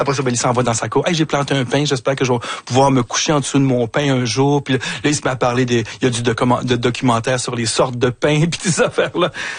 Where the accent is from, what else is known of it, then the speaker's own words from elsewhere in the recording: Montreal, Quebec, Canada; Je suis un vrai Montréalais né ici. J'ai jamais traversé les ponts, mais je suis presque, tu sais. Je suis toujours sur l'île.